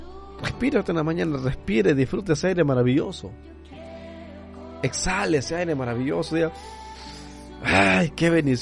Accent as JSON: {"language": "Spanish", "country": "El Salvador", "moved": "as an adult", "said": "yo estaba trabajando aquí en este hermoso país de El Salvador, mi tierra querida."}